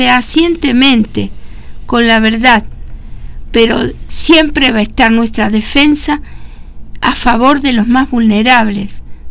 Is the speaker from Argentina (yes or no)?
yes; Argentina